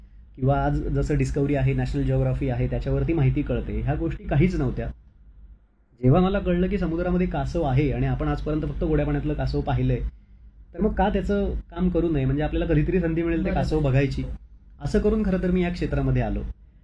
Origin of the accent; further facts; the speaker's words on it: Velas, Maharashtra, India; moved away as an adult; also born or lived in Mumbai; now in Velas, India; रत्नागिरी जिल्ह्यात मंडणगड तालुक्यात वेळास माझं गाव आहे, तिथे शेतीवाडी आहे.